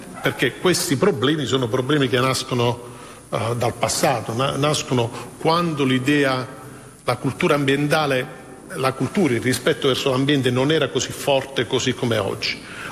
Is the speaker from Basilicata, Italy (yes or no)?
yes; Basilicata, Italy; io vengo dalla Basilicata